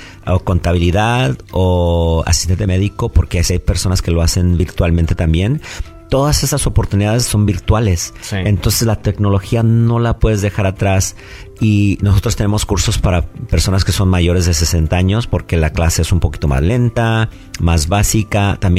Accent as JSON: {"language": "Spanish", "country": "Mexico", "moved": "yes", "lives_now": "Central Valley, California, United States", "said": "venimos de un país hermoso, como yo soy mexicano, donde sobrevivir es muy importante"}